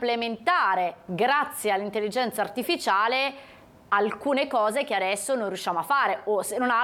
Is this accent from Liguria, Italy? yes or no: yes; Casella, Liguria, Italy; born there; Glielo dice una che è nata a Casella